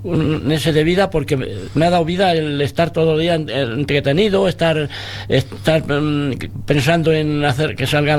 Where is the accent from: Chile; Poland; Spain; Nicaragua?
Spain; moved away as an adult; now in Ávila, Spain; Soy de Bogollo